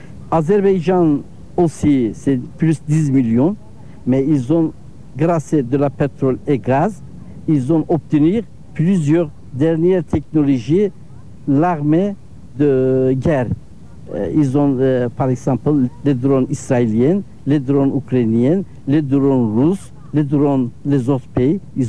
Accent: Switzerland; C'est comme moi, je viens de la Suisse, les autres, ils viennent de l'Angleterre

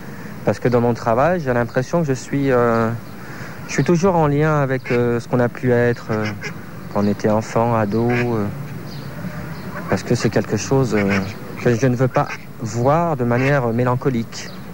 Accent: Lyon, Auvergne-Rhône-Alpes, France; Moi, je suis un Lyonnais. Je suis né à Lyon, j'ai grandi à Lyon et je suis issu de ce qu'on appelle une double culture. Mes parents sont algériens.

